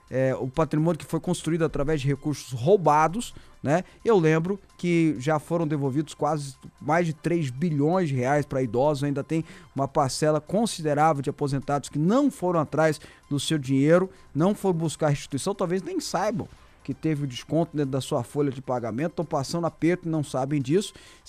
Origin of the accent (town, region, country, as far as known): Brazil